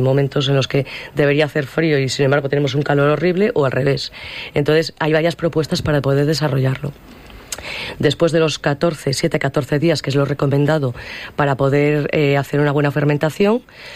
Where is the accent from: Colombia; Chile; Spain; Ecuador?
Spain; Castile and León; yo soy berciana y tengo interés interés porque mi tierra florezca y tira para arriba.